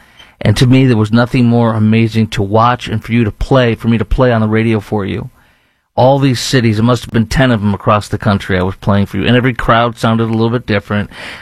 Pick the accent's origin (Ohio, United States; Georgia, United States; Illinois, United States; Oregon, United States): Illinois, United States; Chicago; now in Dallas, United States; I'm born and raised in Chicago.